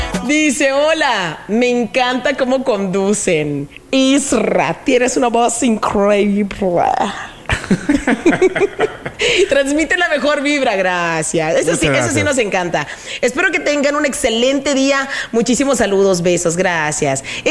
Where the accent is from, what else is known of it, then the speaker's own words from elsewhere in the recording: Tuxtla Gutiérrez, Chiapas, Mexico; moved away; Fíjate que yo cuando estuve en Tuxtla, pues yo soy de Tuxtla, ¿verdad? Si por algo me vine acá, era para evitar el calor.